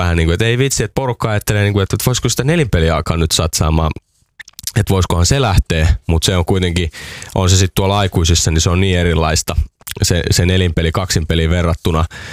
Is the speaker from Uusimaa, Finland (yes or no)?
yes; Porvoo, Uusimaa, Finland; mä tuun Porvoosta, mä oon Porvoosta, niin kaikki on Helsingissä.